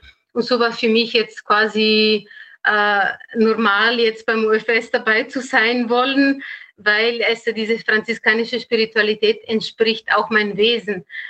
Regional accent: Italy; German is a second language; moved away as an adult; now in Austria; man hat vielleicht aus meiner Sprache gemerkt, dass ich nicht Österreicherin bin, sondern bin Italienerin.

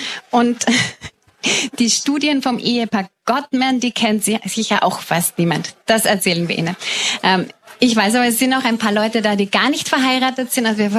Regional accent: Salzburg, Austria; now in Vienna, Austria; Wir leben in Wien. Ich komme aus Salzburg ursprünglich.

